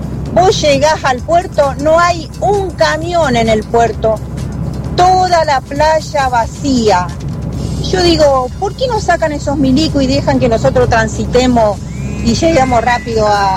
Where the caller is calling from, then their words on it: Ricardone, Santa Fe, Argentina; camionera de Ricardone, Santa Fe.